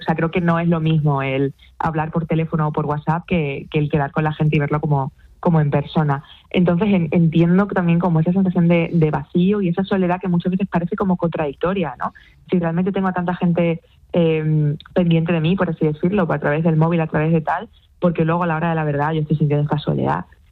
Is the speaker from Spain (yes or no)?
yes; Extremadura, Spain; Y a mí me gusta mucho mi tierra, me gusta estar con mis amigas de allí, con mis abuelos, con mis tíos, con mis padres, con mi mascota. Y voy, la verdad, que siempre que puedo, que no suele ser muy a menudo, porque por desgracia también las comunicaciones que tenemos en Extremadura son complicadas